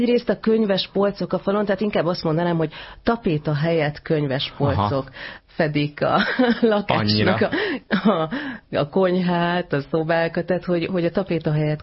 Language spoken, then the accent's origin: Hungarian; Budapest, Hungary; also born or lived in Latin America; Budán nőttem